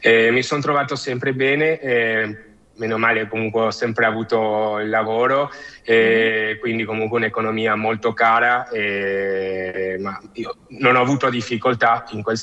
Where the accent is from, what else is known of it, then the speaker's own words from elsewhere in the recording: Buenos Aires, Argentina; moved away as an adult; also born or lived in Genoa, Italy; Sono originario di Genova, ma sono partito da bambino quando avevo più o meno 3 anni e verso Sud America. Ho vissuto quasi tutta la mia vita in Argentina, a Buenos Aires, dove ci sono anche tanti liguri